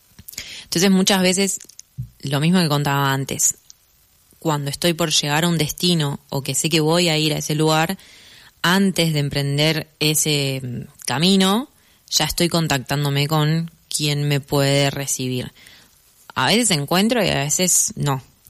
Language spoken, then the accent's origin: Spanish; Argentina; si me preguntan de dónde soy, ahí digo, como que soy de Buenos Aires. Pero bueno, también como ya hace unos meses que estoy viajando y ya estuve por varios lados